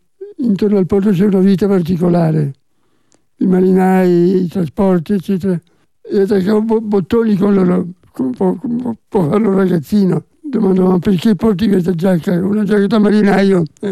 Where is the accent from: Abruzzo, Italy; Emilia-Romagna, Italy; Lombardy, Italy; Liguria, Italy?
Liguria, Italy; Genoa; also born or lived in Tuscany; In Toscana sono solamente nato, vivevamo a Genova, la mia prima giovinezza fino al liceo stavamo a Genova dove papà lavorava.